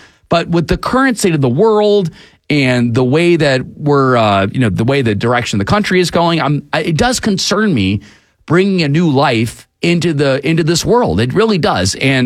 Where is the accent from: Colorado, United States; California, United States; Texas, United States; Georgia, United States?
Georgia, United States; my home state of Georgia